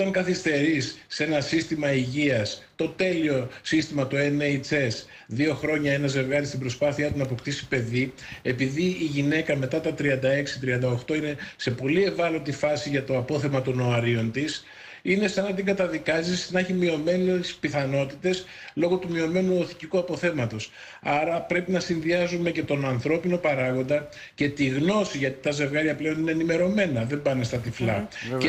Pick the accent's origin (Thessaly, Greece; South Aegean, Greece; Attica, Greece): Attica, Greece; Piraeus; Όταν ένας φίλος με τον οποίο μεγαλώσαμε μαζί εδώ στον Πειραιά